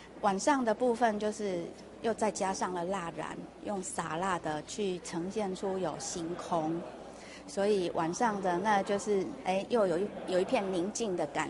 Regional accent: Changhua, Changhua County, Taiwan; 我是就是土生土长在彰化，生活在这里

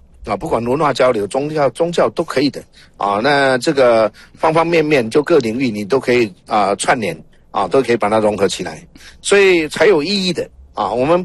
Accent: Taiwan; 就好像我们去美国、去非洲，我不属于非洲的，也不属于美国的，因为我是台湾人一样的道理啊

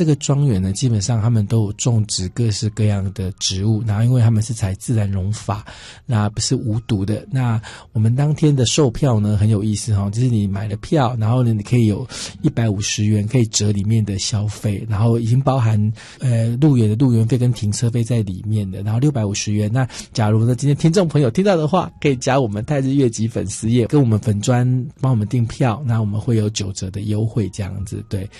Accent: Gukeng, Yunlin County, Taiwan; 我们老家还是一样在古战场，所以还看得到被子弹打穿的地方都还在这样子。

